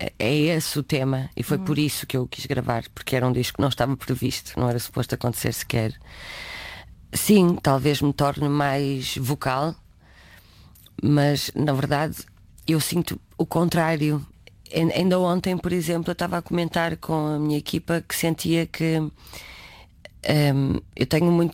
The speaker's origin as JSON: {"language": "Portuguese", "region": "Norte", "country": "Portugal", "tie": "born or raised there", "said": "Eu quis ir gravar ao Minho e não foi porque eu sou dali"}